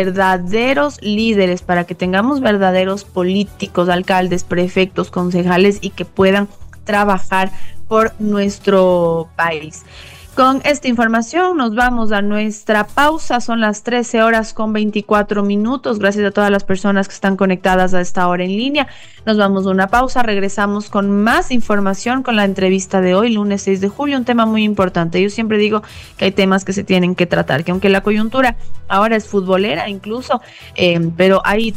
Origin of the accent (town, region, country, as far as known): Ecuador